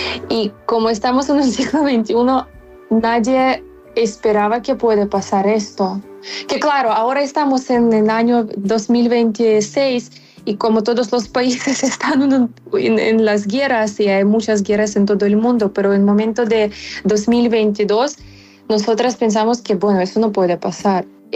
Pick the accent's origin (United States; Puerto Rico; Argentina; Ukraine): Ukraine; Spanish is a second language; moved away as an adult; now in Barcelona, Spain; yo escribí a todos los clubes de gimnasia rítmica en Barcelona y alrededor de Barcelona, que soy entrenadora de Ucrania. Y llegué a Barcelona en día 1 de marzo